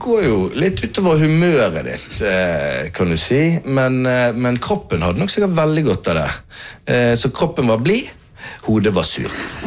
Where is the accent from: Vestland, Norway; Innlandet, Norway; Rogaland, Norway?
Vestland, Norway; Bergen; bergensere har jo noe til felles, og det er jo det at det bygger jo karakter. Vi er jo vokst opp i regnet, sant?